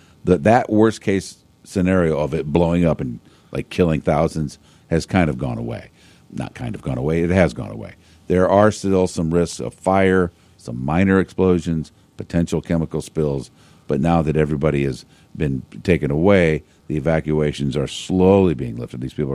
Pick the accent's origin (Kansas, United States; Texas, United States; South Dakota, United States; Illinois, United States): Illinois, United States; Pekin; I grew up around A&W, Cranwell's A&W in Pekin, and it was my hometown.